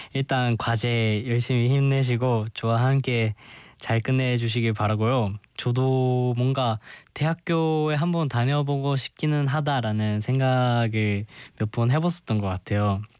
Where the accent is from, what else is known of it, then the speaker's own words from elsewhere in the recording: Japan; Korean is a second language; 어디서 왔어? 하면 저 일본에서 왔어요 얘기하